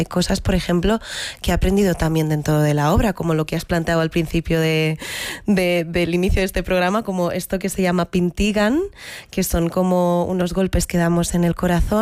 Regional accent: Barcelona, Catalonia, Spain; born there; Yo es cierto que yo nací aquí en España, en Barcelona, pero en casa la cultura que he mamado ha sido la filipina.

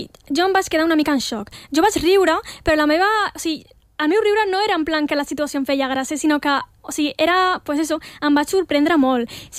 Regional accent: L'Hospitalet de Llobregat, Catalonia, Spain; born there; Jo sempre dic que soc nascuda aquí. De fet, he nascut a l'Hospitalet de Llobregat, així que catalana i d'origen marroquí.

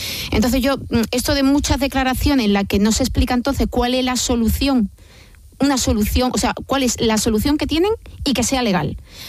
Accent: Andalusia, Spain; como sabéis, yo soy de Andalucía

